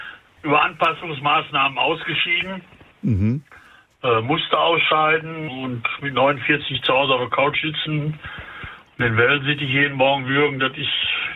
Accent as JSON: {"language": "German", "town": "Essen", "region": "North Rhine-Westphalia", "country": "Germany", "tie": "born or raised there"}